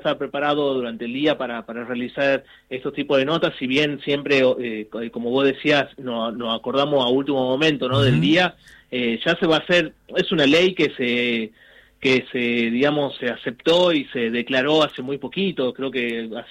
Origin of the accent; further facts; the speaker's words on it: Tucumán, Argentina; born there; Me dicen, che, pero se fue santiagueño don …, y bueno, yo nací en Tucumán.